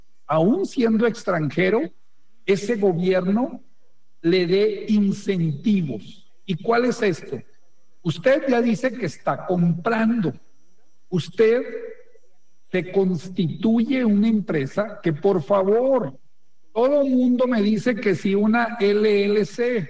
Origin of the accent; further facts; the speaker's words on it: Torreón, Coahuila, Mexico; born there; Mis ancestros son de esta región, aunque yo nací en Torreón. Mis abuelos por acá vivían en San Nicolás de Ibarra, Jalisco, que por ahí mando un saludo, pegadito al lago de Chapala.